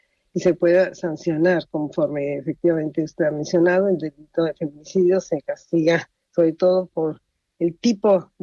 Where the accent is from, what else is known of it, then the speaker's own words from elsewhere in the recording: Mexico; sumarme como mexicana, como profesora, como académica, como mujer y como feminista